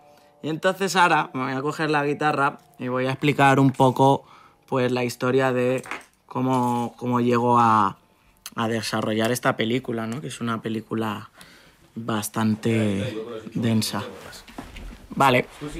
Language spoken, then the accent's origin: Spanish; Tornavacas, Extremadura, Spain; el folclore de mi tierra, Extremadura, Tornavacas, saludito para la gente de allí.